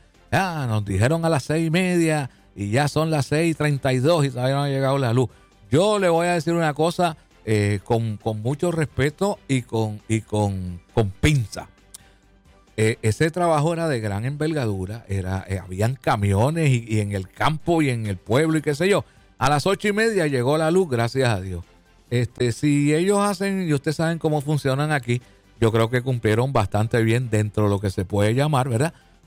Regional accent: Puerto Rico; nos criamos juntos en un sentido, ¿verdad? Somos de Mamella.

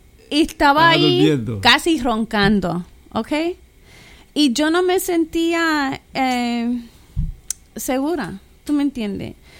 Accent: Puerto Rico; Yo no nací aquí, pero yo soy puertorriqueña. Y mis padres nacieron en Puerto Rico, pero siempre fue que mi papá tenía mucho orgullo de Puerto Rico. Y yo crecí viajando a Puerto Rico.

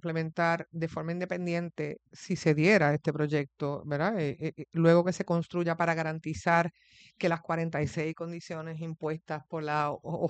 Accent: Cabo Rojo, Puerto Rico; Que me tengo que reír porque yo soy de Cabo Rojo y he correteado toda esa área

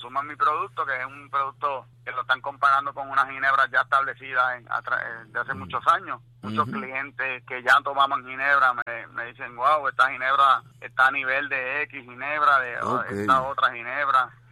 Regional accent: Naranjito, Puerto Rico; Pues nosotros somos de Naranjito, natural Naranjito, la historia del nombre de Palma Espalda sale de Naranjito de mi papá.

